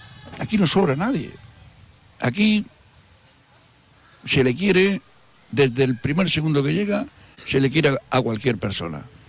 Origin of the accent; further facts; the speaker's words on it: Adra, Andalusia, Spain; also born or lived in Barbate; cuando mis padres aquí me trajeron con 3 añitos